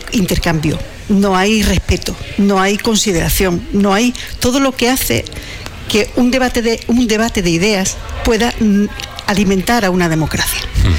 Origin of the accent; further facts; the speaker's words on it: Ceuta, Spain; also born or lived in Las Palmas / Madrid / Paris; yo nací en Las Palmas, he vivido en Ceuta toda mi vida, después vine a Madrid, después fui a París, después volví y tal